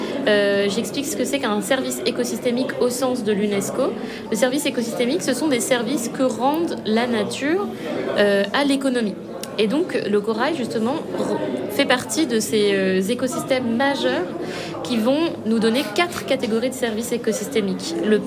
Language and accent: French; Madagascar; Je suis née à Madagascar, j'y ai grandi